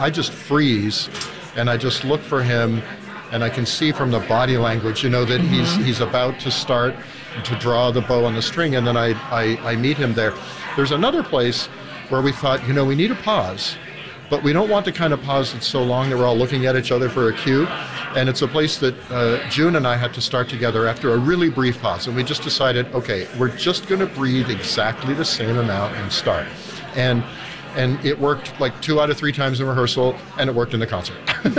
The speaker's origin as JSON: {"language": "English", "town": "Vancouver", "region": "British Columbia", "country": "Canada", "tie": "born or raised there", "said": "I grew up in Vancouver"}